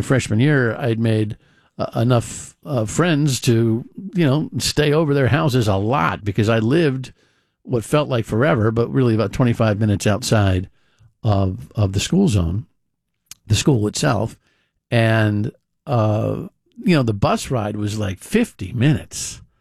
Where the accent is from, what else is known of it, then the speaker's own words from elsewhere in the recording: New Jersey, United States; now in Cumberland, Rhode Island, United States; growing up in North Jersey